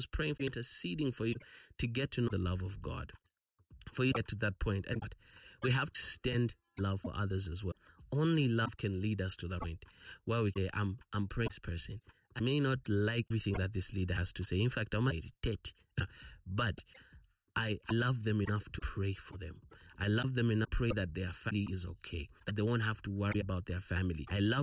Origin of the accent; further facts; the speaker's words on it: Zambia; growing up in Zambia and Africa